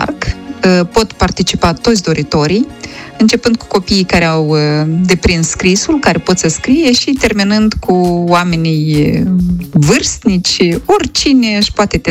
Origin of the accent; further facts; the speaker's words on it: Moldova; first language Romanian; pentru noi, cei din Republica Moldova, care am luptat pentru a reveni la alfabet latin, am luptat pentru a ne redobândi dreptul de a denumi corect, științific, limba maternă pe care o vorbim, limba română